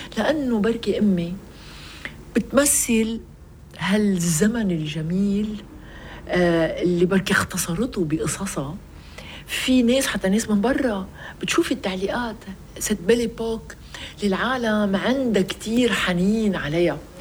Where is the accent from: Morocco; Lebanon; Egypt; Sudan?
Lebanon; أنا مواطنة لبنانية بتعشق بلدها، متجذرة فيه، ما قدرت بولا لحظة ولا مرحلة بحياتها إنها تتركه